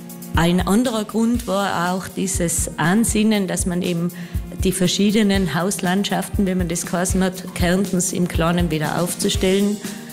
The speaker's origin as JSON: {"language": "German", "region": "Tyrol", "country": "Austria", "moved": "yes", "lives_now": "Carinthia, Austria", "said": "Ich komme aus dem Ötztal, das ist natürlich ein enges Tal, da haben wir eine höhere Besiedlung."}